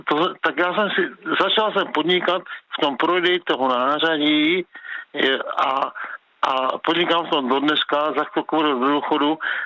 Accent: Uherské Hradiště, Zlín Region, Czechia; ale byl to ČKD Slavia Motor na Pajedlích, já jsem z Uherského Hradiště.

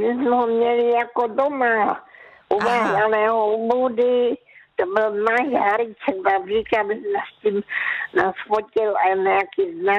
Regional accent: Karolinka, Zlín Region, Czechia; born there

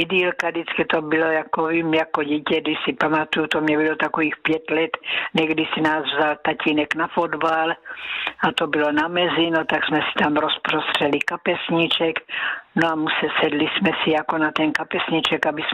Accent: Násedlovice, South Moravian Region, Czechia; To jsme chodili do kostela, pocházím z Násedlovic a přes pole jsme chodili do Klobouk do Brna.

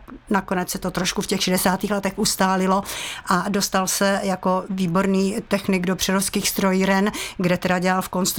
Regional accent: Moravia, Czechia; Tak, já jsem holka z Moravy

